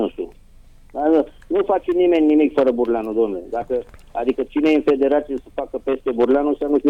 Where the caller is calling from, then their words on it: Moreni, Dâmbovița, Romania; sunt din Moreni